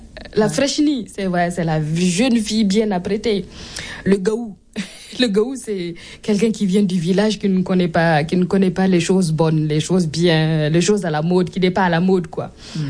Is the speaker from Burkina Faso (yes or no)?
yes; Burkina Faso; now in France